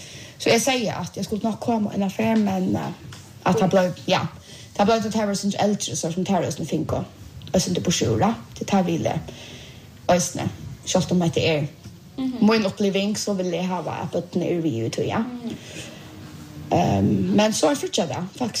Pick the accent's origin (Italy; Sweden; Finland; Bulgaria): Bulgaria; Swedish is a second language